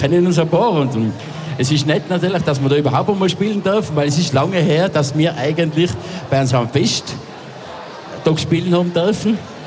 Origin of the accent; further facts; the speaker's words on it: Matrei am Brenner, Tyrol, Austria; Ja, ich komme aus Mattrei, das ist gleich da ums Eck. Ich habe da 5 Minuten heim.